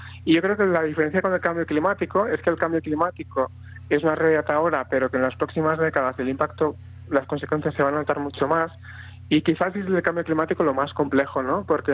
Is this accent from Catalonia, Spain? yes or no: yes; Ebro Delta, Tarragona, Catalonia, Spain; soy del Delta del Ebro, de Tarragona, es una zona preciosa